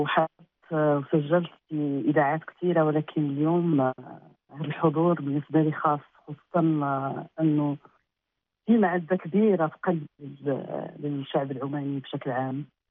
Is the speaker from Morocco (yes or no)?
yes; Morocco; أنا أعتقد أنه في جيناتي نحن مغاربة